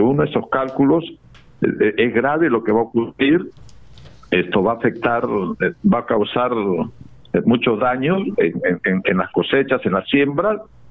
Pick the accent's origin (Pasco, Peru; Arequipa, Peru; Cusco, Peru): Arequipa, Peru; Camaná; Yo soy de Arequipa